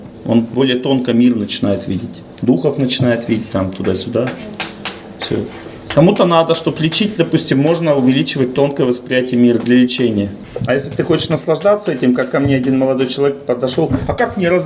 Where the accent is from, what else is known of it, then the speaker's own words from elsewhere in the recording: Urals, Russia; Я тоже с Урала